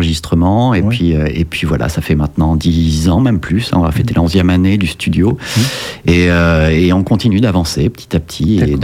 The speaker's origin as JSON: {"language": "French", "region": "Nouvelle-Aquitaine", "country": "France", "tie": "born or raised there", "also_born_or_lived": "Paris", "moved": "as an adult", "said": "moi j'ai vécu pas mal sur Paris. Et pourquoi je suis arrivé dans le Périgord ? Tout simplement parce que j'en suis natif. Je suis né vraiment dans le Nord Périgord, ma famille est encore là."}